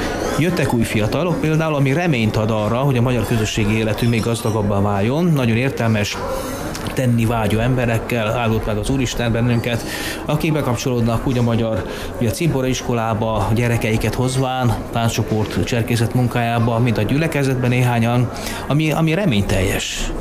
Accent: Bonyha, Mureș County, Romania; also born or lived in Marosvásárhely; Igen, hát ugye Marosvásárhely közelében, tehát az iskola, Marosvásárhelyen jártam többnyire, de Bonyháról származom, ami Marosvásárhely melletti községnek számít, 30 kilométerre van Marosvásárhelytől

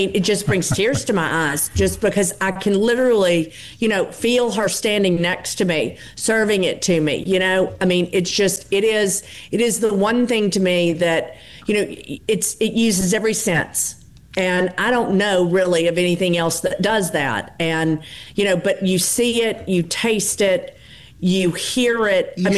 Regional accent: Rosedale, Mississippi, United States; growing up in Rosedale

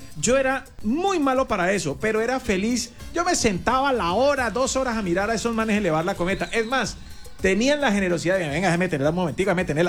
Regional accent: Rivera, Huila, Colombia; moved away; Cuando yo vivía en mi pueblo en Rivera, por el sector de mi casa, para los oyentes de Rivera, sí. Yo soy del barrio Julián Fierro.

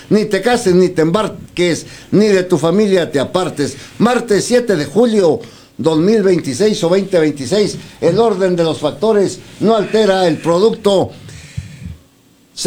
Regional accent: Ciudad Juárez, Chihuahua, Mexico; De aquí, de Ciudad Juárez.

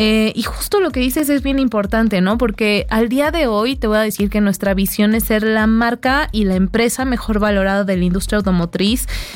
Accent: Mexico; todos los empleados que estamos ahí somos mexicanos

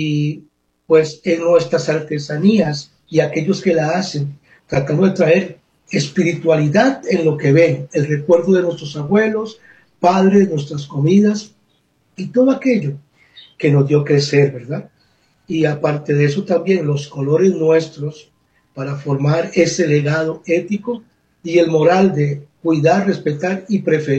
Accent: Escazú, San José, Costa Rica; now in Desamparados, Costa Rica; su servidor creció en Escazú, aunque nuestra descendencia es hebrea, pero crecimos en Escazú, a un servidor, mi esposa en Acosta. Y al llegar acá desamparados

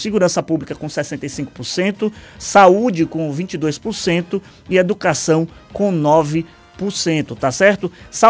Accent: Conceição do Coité, Bahia, Brazil; Rádio de Conceição do Coité, minha cidade natal

